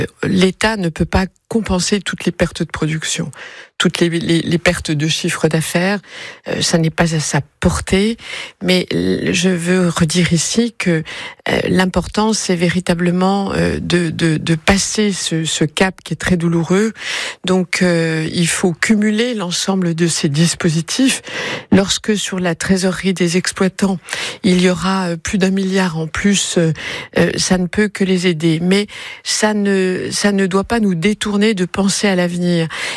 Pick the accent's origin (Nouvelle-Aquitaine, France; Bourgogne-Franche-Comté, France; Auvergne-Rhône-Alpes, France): Bourgogne-Franche-Comté, France